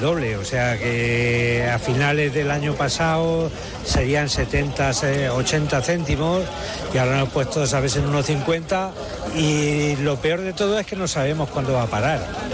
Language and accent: Spanish; Madridejos, Castilla-La Mancha, Spain; Venimos de Madridejos.